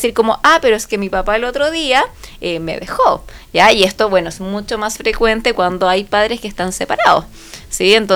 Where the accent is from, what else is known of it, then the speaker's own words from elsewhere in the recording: Chile; now in Santa Cruz, Chile; somos chilenos.